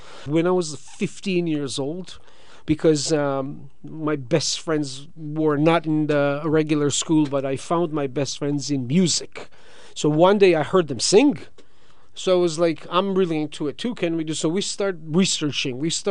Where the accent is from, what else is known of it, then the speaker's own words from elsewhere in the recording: Georgia; moved away as an adult; now in Toronto, Canada; where I grew up in Georgia